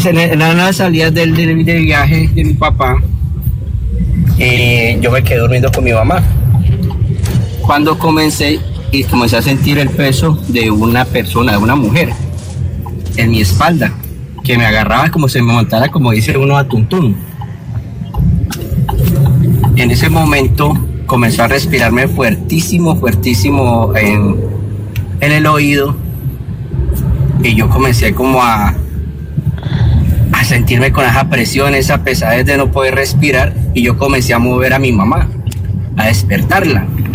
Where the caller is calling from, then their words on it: Cali, Valle del Cauca, Colombia; Bueno, te hablo de la ciudad de Cali, tengo 46 años.